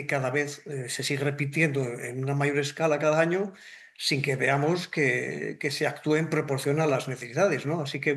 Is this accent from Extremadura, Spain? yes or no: no; Asturias, Spain; mi realidad como asturiano